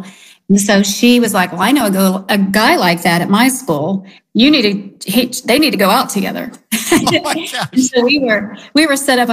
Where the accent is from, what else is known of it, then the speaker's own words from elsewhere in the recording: Oklahoma, United States; Okay, well, I'm an Oklahoman bred through and through.